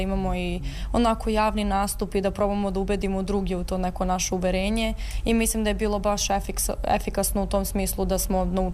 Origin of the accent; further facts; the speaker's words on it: Belgrade, Serbia; imam 17 godina, iz Beograda sam i učenica sam 4. godine 13. Beogradske gimnazije.